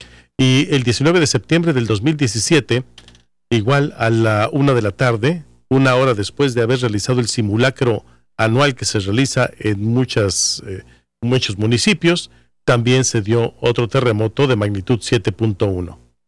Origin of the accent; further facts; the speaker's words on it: Mexico; los que somos mexicanos